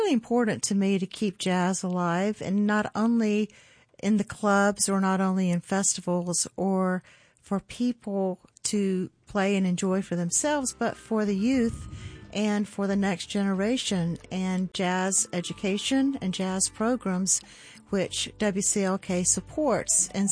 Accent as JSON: {"language": "English", "region": "Georgia", "country": "United States", "said": "I am from Georgia"}